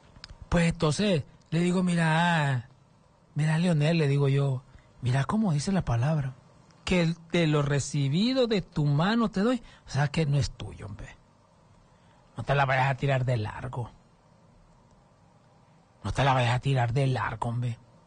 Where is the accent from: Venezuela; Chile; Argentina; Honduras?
Honduras; yo soy de la Concordia, viví en el sitio